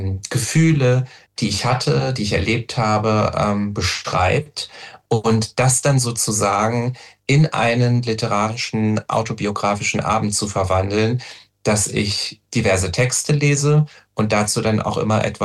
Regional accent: Eifel, Germany; Also die Eifel ist meine Heimat, aus der ich komme und in die ich jetzt wieder gezogen bin.

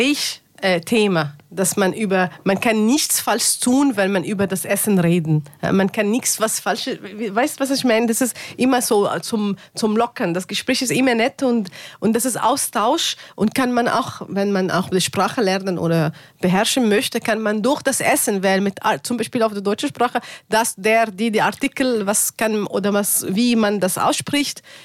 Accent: Alexandria, Alexandria Governorate, Egypt; German is a second language; moved away; ich komme ursprünglich aus Alexandria

